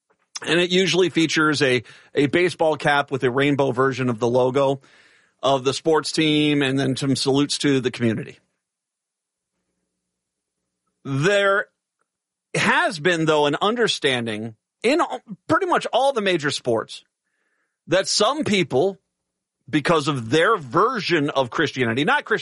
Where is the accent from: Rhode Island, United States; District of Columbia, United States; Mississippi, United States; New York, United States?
Rhode Island, United States; Providence; born there; also born or lived in Minneapolis, Minnesota; now in Twin Cities, United States; I grew up I was born in Minneapolis, but lived most of my younger life in Providence, Rhode Island.